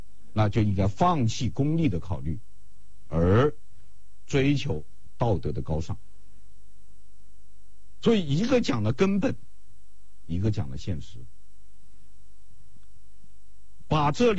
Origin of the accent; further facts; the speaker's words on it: China; 用我们中国人通常说的一句话来总结